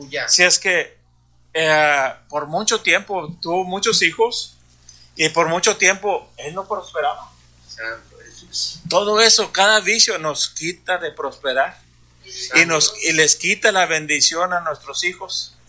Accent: Brownsville, Texas, United States; yo vengo de Brownsville, Texas. Brownsville, Texas es una ciudad que está está un río y al cruzar el río es Matamoros, ya es México eso.

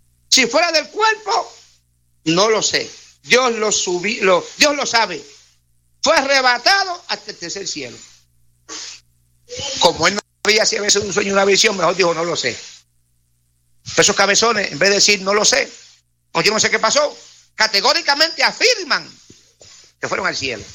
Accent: Puerto Rico; moved away; Antes era Puerto Rico.

